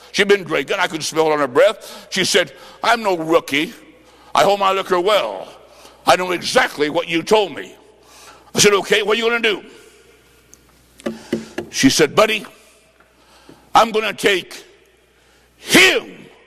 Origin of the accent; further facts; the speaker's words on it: Illinois, United States; Mine, I'm from Illinois. Back there is 20 below.